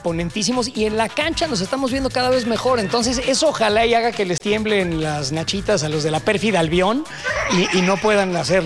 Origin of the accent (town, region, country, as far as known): Mexico